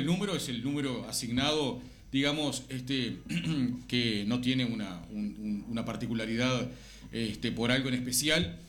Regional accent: Canelones, Uruguay; Yo soy del interior, soy del departamento de Canelones

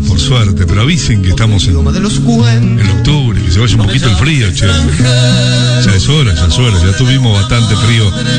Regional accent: Sauce, Canelones, Uruguay; moved away; mi pueblo, el Sauce

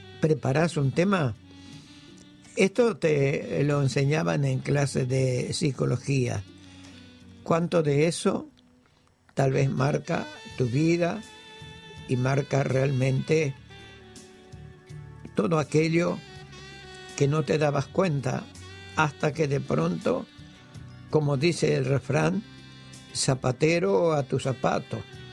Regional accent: Uruguay

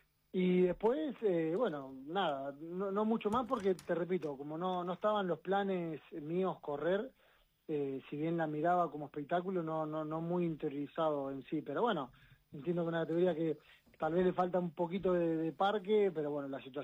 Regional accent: Balcarce, Buenos Aires Province, Argentina; imagínate a mí que soy de acá de Balcarce.

